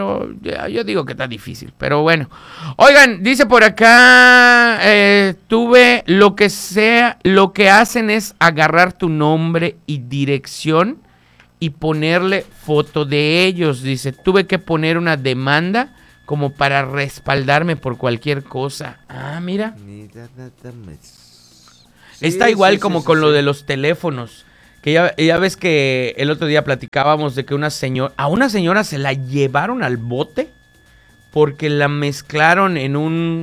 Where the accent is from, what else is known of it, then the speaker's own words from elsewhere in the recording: Yucatán, Mexico; los que somos yucatecos a veces somos muy confiados.